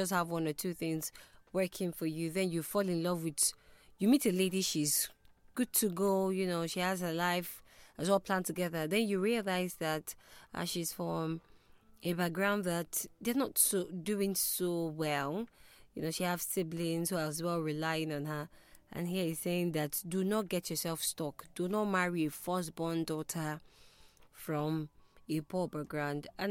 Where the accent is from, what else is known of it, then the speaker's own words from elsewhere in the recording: Igbo, Southeast, Nigeria; a lot of people who are Igbo, we are like, yeah, it's something that we see often around the Southeast.